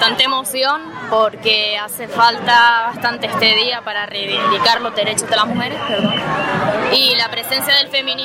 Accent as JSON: {"language": "Spanish", "town": "San Bartolomé de Tirajana", "region": "Canary Islands", "country": "Spain", "said": "Tenemos diferentes sedes por el ayuntamiento de todo Gran Canaria. Yo soy de San Bartolomé de Tirajana."}